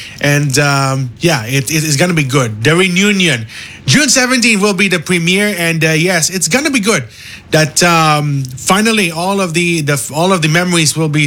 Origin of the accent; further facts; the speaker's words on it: Philippines; Yes, we're from the Philippines.